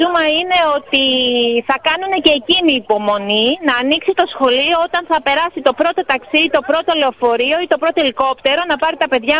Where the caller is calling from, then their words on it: Pyrgi, North Aegean, Greece